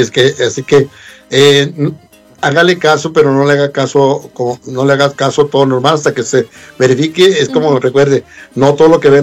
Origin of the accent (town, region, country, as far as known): Mexico